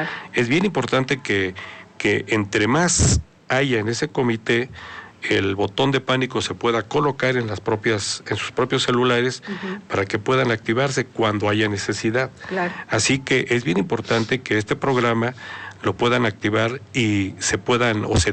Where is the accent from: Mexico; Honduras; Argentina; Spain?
Mexico; Puebla; Pero es un clima muy bonito y bueno, ya no digamos a su gente. La gente es muy noble y pues es, somos poblanos.